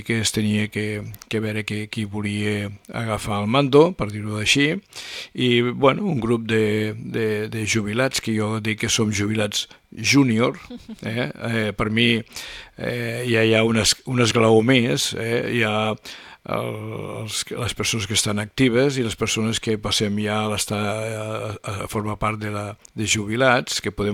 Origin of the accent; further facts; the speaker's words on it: Puigverd, Catalonia, Spain; la millor és perquè és el meu poble i li veig tot de bondats, però també devem tindre alguna cosa que no és igual, no és així, però jo estic molt content i penso que hi ha molta gent que està content de viure a Puigverd